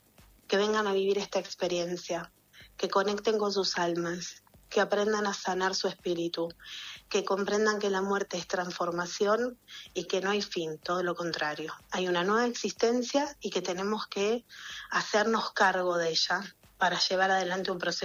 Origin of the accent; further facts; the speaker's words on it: Jujuy, Argentina; A todo mi pueblo jujeño y de alrededores